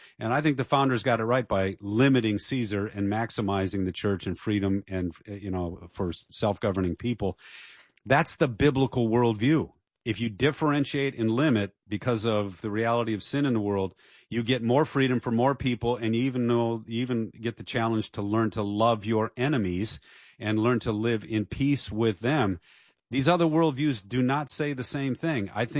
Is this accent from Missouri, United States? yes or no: no; Dearborn, Michigan, United States; Well, I'm from Dearborn. That's my hometown. And I've done ministry in New York and in LA.